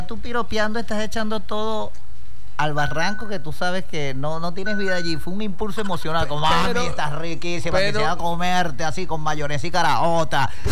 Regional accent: Maturín, Monagas, Venezuela; yo soy de Maturín. ¿De qué parte, mano? Y yo, de los Guaritos.

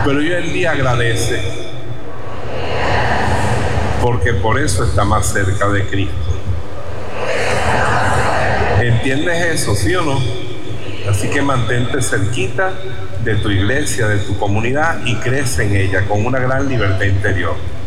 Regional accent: Eastern Venezuela, Venezuela; nuestro país, nuestro oriente venezolano?

